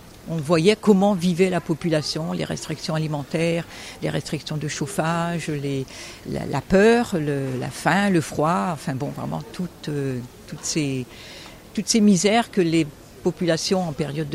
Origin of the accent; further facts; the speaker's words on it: Toulon, Provence-Alpes-Côte d'Azur, France; born there; Déjà parce que je suis née à Toulon.